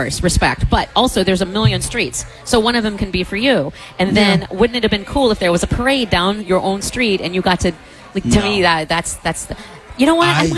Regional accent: Fort Madison, Iowa, United States; What if I do something big and then they have to have a parade because I'm from Fort Madison and then I get to sit in the car and wave?

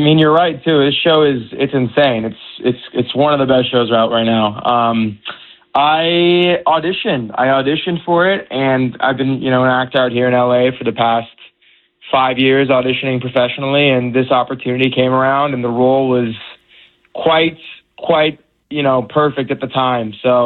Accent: United States; born there; first language Persian; I speak Farsi. I grew up speaking Farsi. My parents are both Iranian, so I was born in America, but they brought me up speaking the language.

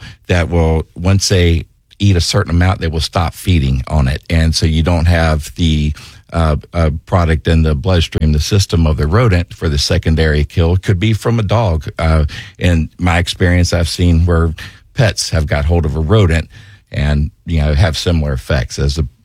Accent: Jacksonville, Florida, United States; I was born right here in Jacksonville, and I've seen a big, you know, increase, of course, in the population of Jacksonville through the years.

